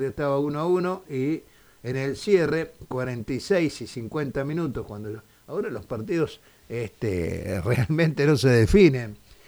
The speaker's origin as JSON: {"language": "Spanish", "region": "Buenos Aires", "country": "Argentina", "said": "nuestra provincia de Buenos Aires"}